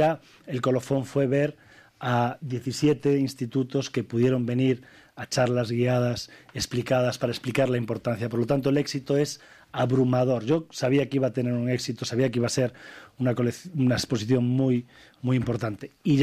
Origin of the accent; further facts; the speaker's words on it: Galicia, Spain; para permitir que los gallegos lo pudiésemos ver.